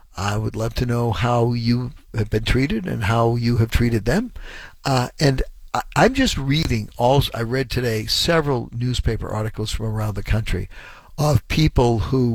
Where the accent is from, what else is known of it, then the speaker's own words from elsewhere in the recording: United States; to me as an American